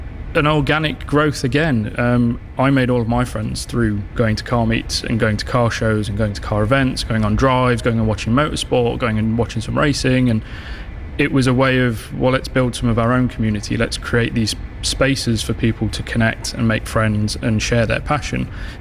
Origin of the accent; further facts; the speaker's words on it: United Kingdom; moved away as an adult; now in Brighton, United Kingdom; I was relocated for work down to Brighton, which, if my accent doesn't give me away too much, I'm not from even this far south, I'm from further north of here.